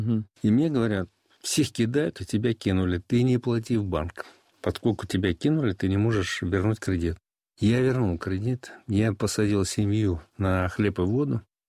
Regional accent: Crimea, Ukraine; moved away; в детстве, еще живя в Крыму

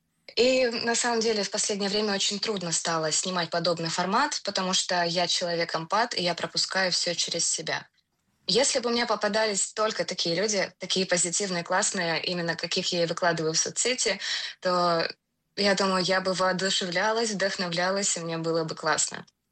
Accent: Kamchatka Krai, Russia; Я родилась и живу на Камчатке, очень далеко от Петра и Трофмила, и надеюсь, что однажды смогу приехать в Москву

